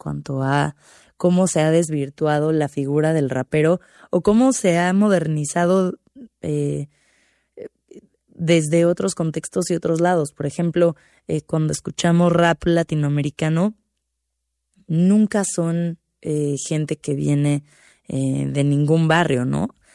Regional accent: Mexico

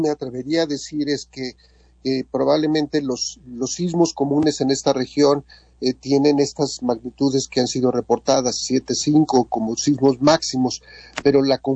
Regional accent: Mexico

